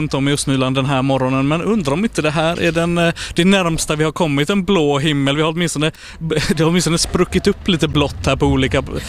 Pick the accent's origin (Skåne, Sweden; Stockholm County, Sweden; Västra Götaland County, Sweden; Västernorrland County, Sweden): Västra Götaland County, Sweden; Gothenburg; Jag är från Göteborg.